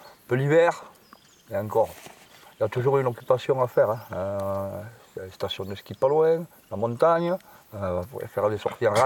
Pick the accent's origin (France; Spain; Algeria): France; Puyvert, Provence-Alpes-Côte d'Azur; Nous, on est de Puyvert. On est à combien? Une demi-heure ici, Philippe?